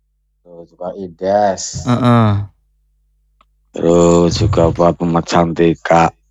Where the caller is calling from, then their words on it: Purbalingga, Central Java, Indonesia; gue anak Purbalingga.